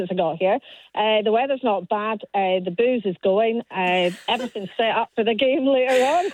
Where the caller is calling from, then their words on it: Scotland, United Kingdom; we're Scottish.